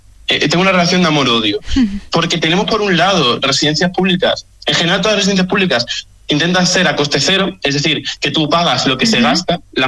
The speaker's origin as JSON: {"language": "Spanish", "town": "Mérida", "region": "Extremadura", "country": "Spain", "said": "Yo no quiero irme fuera, yo soy de Mérida y soy un meritense muy orgulloso."}